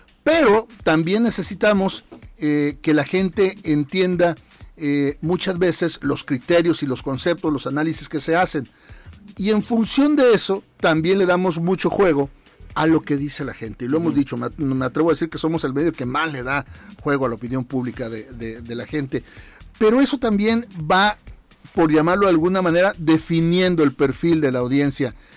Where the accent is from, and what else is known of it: Mexico